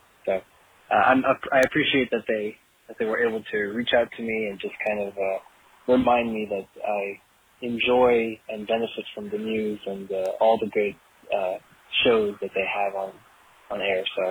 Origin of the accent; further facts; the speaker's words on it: Miami, Florida, United States; I'm from Miami